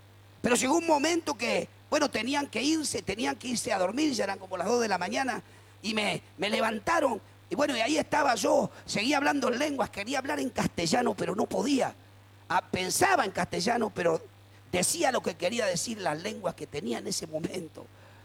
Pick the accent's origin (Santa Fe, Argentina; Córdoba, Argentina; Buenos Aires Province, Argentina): Buenos Aires Province, Argentina; Quilmes; abuelos españoles y abuelos italianos. Vinieron directamente a Quilmes, aquí en Quilmes nací, aquí me crié, conocí a todo el mundo